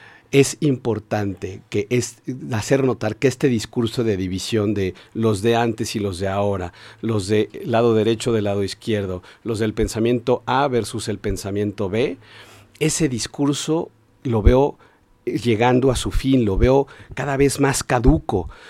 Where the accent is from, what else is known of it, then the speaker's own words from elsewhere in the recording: Mexico; todos somos de Puebla, todos somos mexicanos